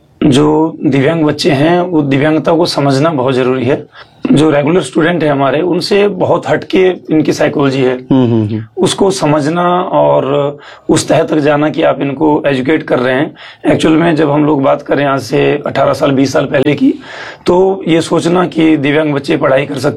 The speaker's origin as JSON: {"language": "Hindi", "area": "Mandi district", "region": "Himachal Pradesh", "country": "India", "tie": "born or raised there", "moved": "as an adult", "lives_now": "Dehradun, India", "said": "Basically मैं हिमाचल प्रदेश के मंडी जिले का रहने वाला हूँ और मेरी जो विद्यालय शिक्षा है वहीं से हुई।"}